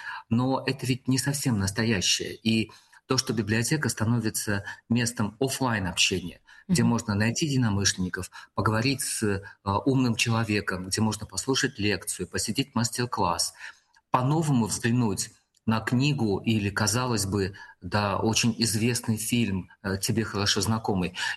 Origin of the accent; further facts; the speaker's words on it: Moscow, Russia; Ну, видно, что вот мы люди приезжие». Мы говорим: «Вы знаете, мы из Москвы, будем создавать у вас современную библиотеку».